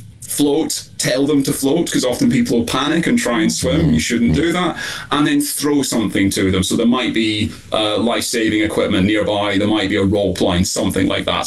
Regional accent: Scotland, United Kingdom; I'm from Scotland. We've definitely had a cool climate. I grew up shivering most of the time.

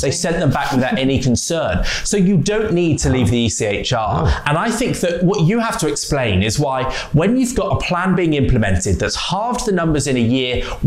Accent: England, United Kingdom; accent: Northern; you heard my Northern accent, dump them in France.

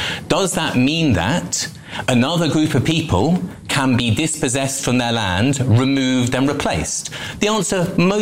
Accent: United Kingdom

